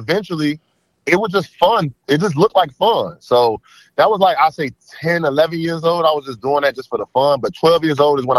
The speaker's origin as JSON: {"language": "English", "town": "Chicago", "region": "Illinois", "country": "United States", "tie": "born or raised there", "moved": "as an adult", "lives_now": "Los Angeles, United States", "said": "I was born and raised in Chicago until I was 19 years old"}